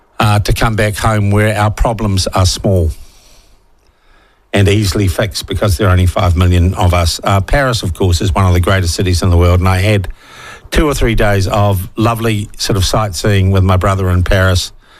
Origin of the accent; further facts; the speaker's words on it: New Zealand; I'm a New Zealander. Oh, I've never met a New Zealander.